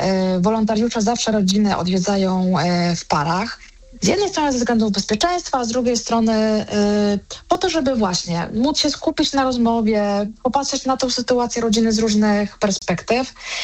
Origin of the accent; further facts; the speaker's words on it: Kraków, Lesser Poland, Poland; ja jestem z Krakowa i mogłoby się wydawać, że Kraków to jest takie z pewnością jedno z zamożniejszych miast.